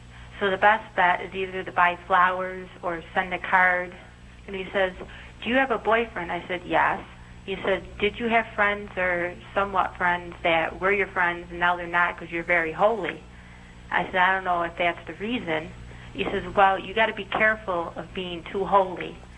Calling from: Frankfort, New York, United States; Frankfurt, New York

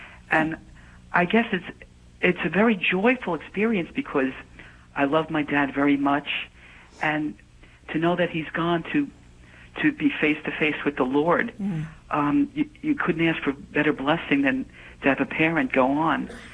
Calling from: Palisades Park, New Jersey, United States; I'm calling from Palisades Park, New Jersey.

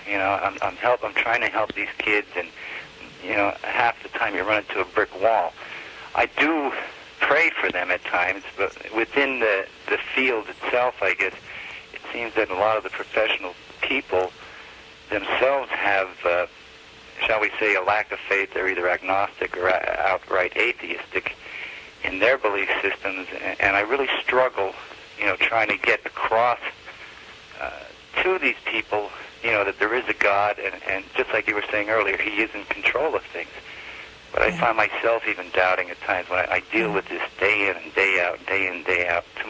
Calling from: Ringtown, Pennsylvania, United States; Pennsylvania, Ringtown, Pennsylvania.

